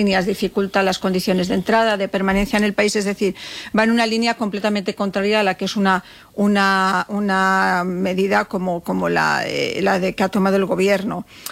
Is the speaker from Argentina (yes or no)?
no; Spain; Yo, como española, por lo que quiero es que ante una crisis de esta todo el mundo cierre filas en torno a mi país